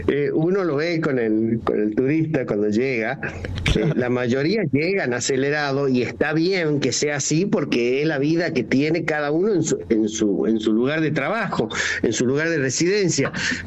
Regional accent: Salta, Argentina; Nosotros los salteños, los que somos fanáticos de Salta, porque si hay algo que tenemos los salteños, que somos muy fanáticos de nosotros mismos, de nuestra Salta querida.

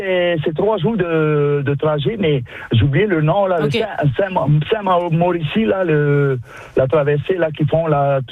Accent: French Polynesia; Et là, je vois, ça existe les fêtes des Premières Nations autochtones, comme chez nous en Polynésie, toutes les années.

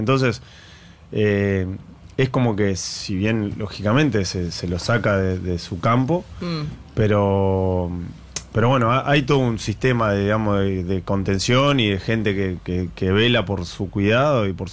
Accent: Mercedes, Buenos Aires Province, Argentina; now in Nueve de Julio, Argentina; Yo soy de Mercedes, pero ya hace unos cuantos años que vivo en 9 de julio.

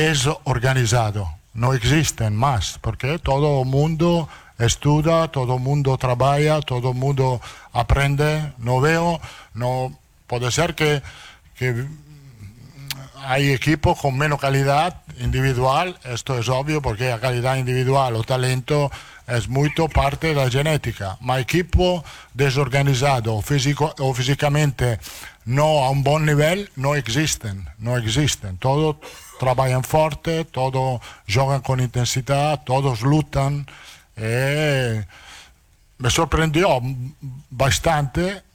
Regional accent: Italy; Portuguese is a second language

